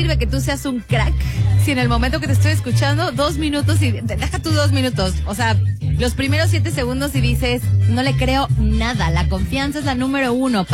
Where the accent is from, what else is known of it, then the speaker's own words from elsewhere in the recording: Mexico; moved away; somos mexicanos